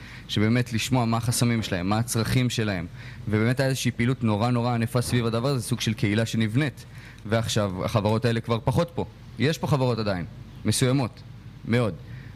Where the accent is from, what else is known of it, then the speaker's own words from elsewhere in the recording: Northern District, Israel; אני צפוני במקור, לא במקור מפה.